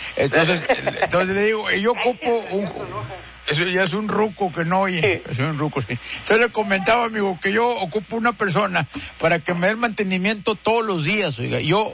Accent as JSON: {"language": "Spanish", "town": "Linares", "region": "Nuevo León", "country": "Mexico", "said": "Yo soy de Linares, oiga."}